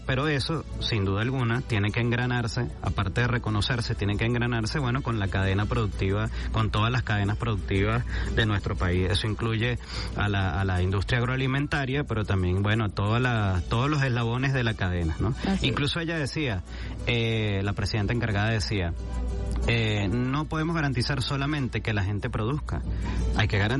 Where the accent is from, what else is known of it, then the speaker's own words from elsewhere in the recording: Venezuela; nosotros, por supuesto, como venezolanos, venezolanas